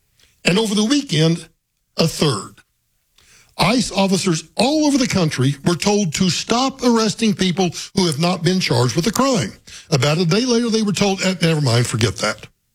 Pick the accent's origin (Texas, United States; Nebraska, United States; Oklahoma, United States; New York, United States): Oklahoma, United States; Guymon; No, Liberal, Kansas isn't my hometown. Guymon, Oklahoma is. But that's a town about 40 miles north of where I grew up.